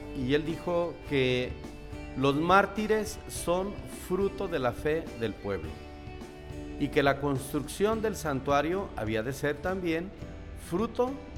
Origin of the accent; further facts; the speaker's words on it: Mexico; nuestros mártires mexicanos